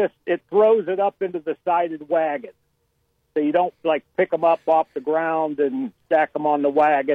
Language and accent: English; Green, Ohio, United States; born or raised there